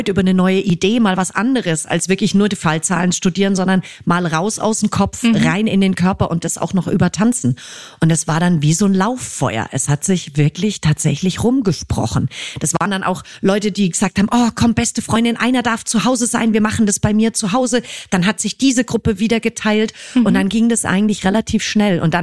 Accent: Fürstenfeldbruck, Bavaria, Germany; Fürstenfeldbruck, also in meiner alten Heimat.

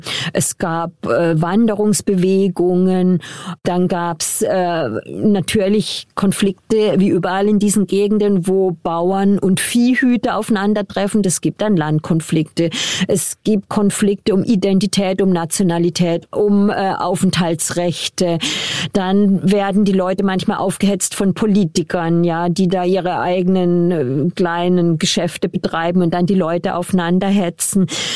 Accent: eastern Congo, DR Congo; diese Armee kämpft bei uns im Osten gegen diverse Milizen. Wir haben aber ungefähr 400 Milizen.

